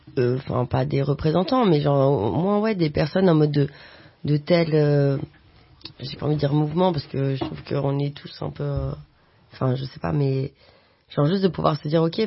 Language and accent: French; Belgium; now in France; Enfin, moi, je viens de Belgique aussi. En Belgique, c'est la même chose.